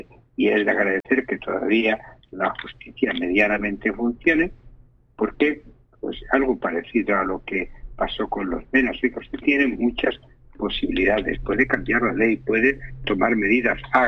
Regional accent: Tarragona, Catalonia, Spain; born there; now in Almería, Spain; Yo nací en Tarragona, yo soy catalán, pero yo no puedo votar en Cataluña, yo no puedo votar por mi ciudad, ni puedo votar en las autonómicas catalanas.

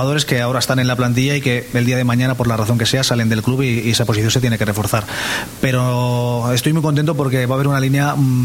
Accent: Barcelona, Catalonia, Spain; es una persona a la que conozco, somos de Barcelona

